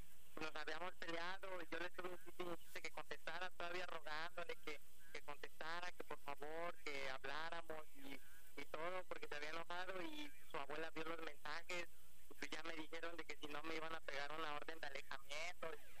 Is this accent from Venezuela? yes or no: no; Xalapa, Veracruz, Mexico; llegó una ocasión donde, a pesar de cuenta de que yo soy de Jalapa, pero vine para mi santa.